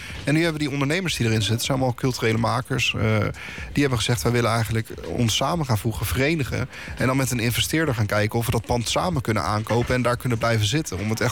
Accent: Eemnes, Utrecht, Netherlands; moved away as an adult; also born or lived in Leiden; now in The Hague, Netherlands; Net op de grens van Laren is een dorpje. Dat heet Eemnes. Daar kom ik oorspronkelijk vandaan.

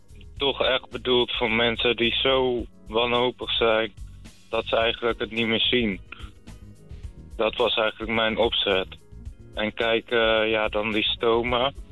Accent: Nijmegen, Gelderland, Netherlands; also born or lived in The Hague; now in Zeeland, Netherlands; Ik ben niet opgegroeid in Den Haag. Ik ben geboren in Den Haag. Ik ben opgegroeid in Nijmegen.

